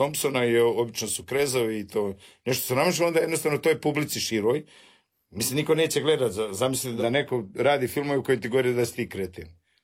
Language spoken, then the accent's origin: Croatian; Tomislavgrad, Federation of Bosnia and Herzegovina, Bosnia & Herzegovina; moved away